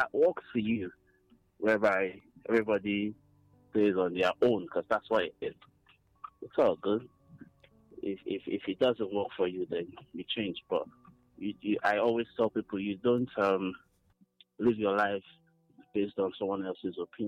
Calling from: Enugu, Enugu State, Nigeria; I'm calling from New Haven Extension.

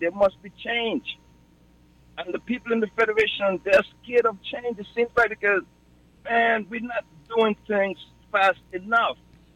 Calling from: Nevis, St. Kitts & Nevis; being that I'm from Nevis

